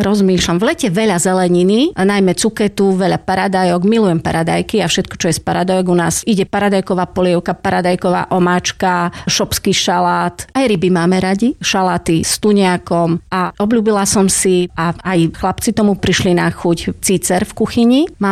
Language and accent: Slovak; Slovakia; keďže ja pochádzam z juhu stredného Slovenska